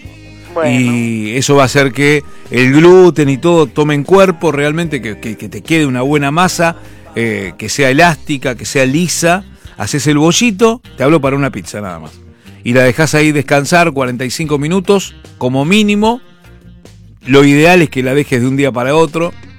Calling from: San Fernando, Buenos Aires Province, Argentina; de San Fernando.

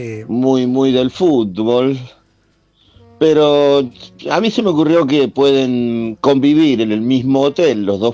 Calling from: Villa Ballester, Buenos Aires Province, Argentina; de Villa Ballester.

